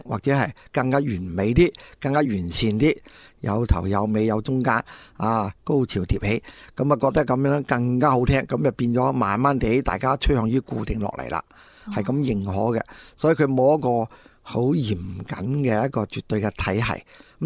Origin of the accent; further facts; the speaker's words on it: Lingnan, China; 都应该有呢种我哋岭南人嘅特性喺度。